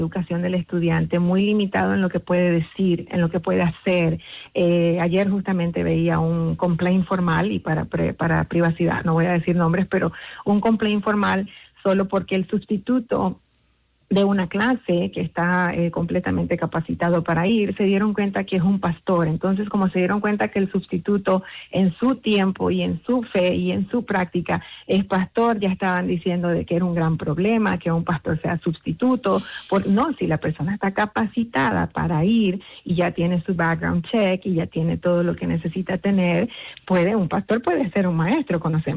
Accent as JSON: {"language": "Spanish", "country": "Nicaragua", "lives_now": "United States", "said": "igual en mi país Nicaragua, la educación. Y aquí en Estados Unidos tenemos otros problemas socioemocionales y políticos"}